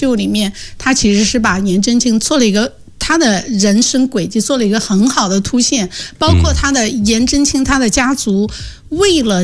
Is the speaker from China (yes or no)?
yes; Linyi, Shandong, China; 我一个临沂人